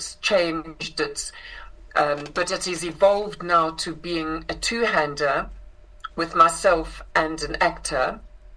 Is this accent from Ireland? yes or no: no; South Africa; I grew up in South Africa